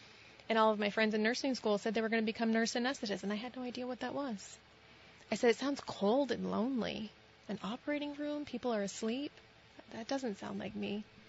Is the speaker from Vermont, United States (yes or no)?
yes; Sheldon, Vermont, United States; also born or lived in St. Albans, Vermont; I grew up in Sheldon, Vermont.